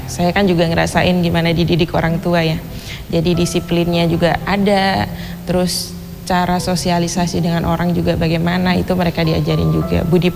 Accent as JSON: {"language": "Indonesian", "region": "Java", "country": "Indonesia", "said": "Kebetulan saya dari Jawa, memang saya mempunyai kedua orang tua yang lengkap."}